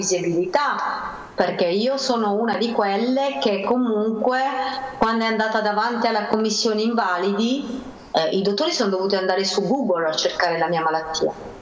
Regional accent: Apulia, Italy; sempre da sola perché giustamente essendo pugliese io mi devo spostare, fare i viaggi della speranza, come diciamo noi.

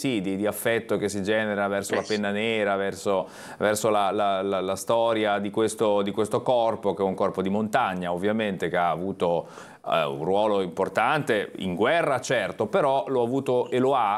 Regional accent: La Spezia, Liguria, Italy; Io per esempio, che vengo dalla Spezia

